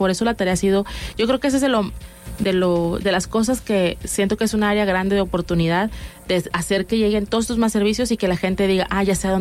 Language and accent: Spanish; San Nicolás de los Garza, Nuevo León, Mexico; Yo soy de San Nicolás, orgullosamente nicolaíta.